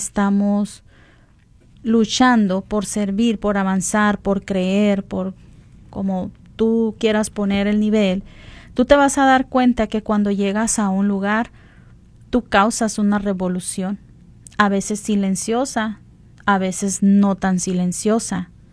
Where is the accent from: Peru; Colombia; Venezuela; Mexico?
Mexico; como mexicanos sí somos muy dados a usar esa frase.